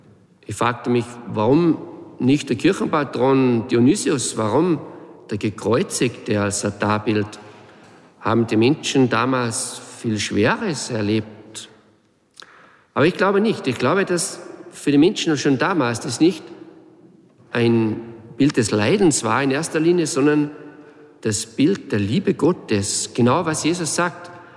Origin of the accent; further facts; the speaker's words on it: Austria; Eines, das mich sehr beeindruckt hat, ist in meiner Heimatgemeinde Raures in der Michaelskapelle.